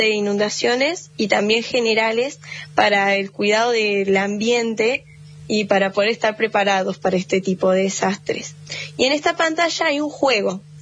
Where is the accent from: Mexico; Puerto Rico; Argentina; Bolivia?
Argentina; Villa Carlos Paz, Córdoba; Bueno, yo soy de Carlos Paz y vivo muy cerca de lo que sería la ruta a Córdoba.